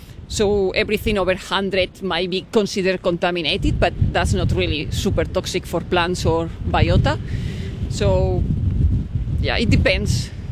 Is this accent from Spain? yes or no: yes; Madrid, Community of Madrid, Spain; Yes, yes, I grew up in Madrid. So yeah, very big city compared with Christchurch.